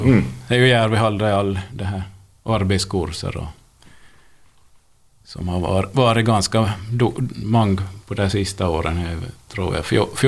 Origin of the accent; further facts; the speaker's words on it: Pensala, Ostrobothnia, Finland; jag är nog infödd Pensalbo